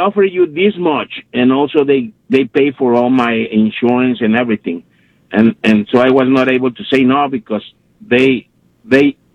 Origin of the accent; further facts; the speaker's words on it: Monterrey, Nuevo León, Mexico; now in United States; I was born in Monterrey